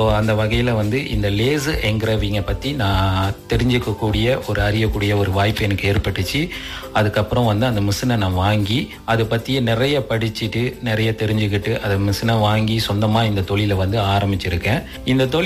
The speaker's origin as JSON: {"language": "Tamil", "area": "Sungai Siput", "region": "Perak", "country": "Malaysia", "tie": "born or raised there", "lives_now": "Ipoh, Malaysia", "said": "நான் கமரி தோட்டம் சுனேஸ்போர்ட்ல பிறந்து வளர்ந்தேன். என் மனைவி தாசை ஈப்போவை சேர்ந்தவர். நாங்க இப்போது ஈப்போவில் வசிக்கிறோம்."}